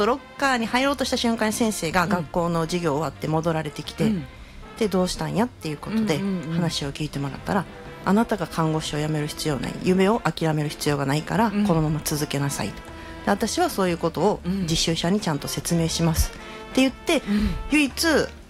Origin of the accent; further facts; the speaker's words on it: Osaka, Japan; also born or lived in Okinawa; いや、私は大阪です。